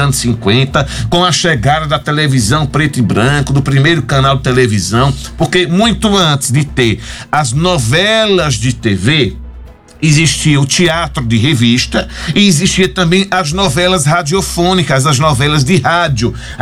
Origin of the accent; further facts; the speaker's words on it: Brazil; como brasileiro que gosta de política